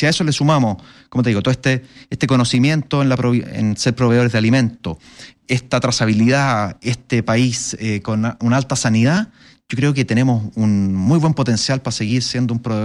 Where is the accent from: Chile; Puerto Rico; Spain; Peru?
Chile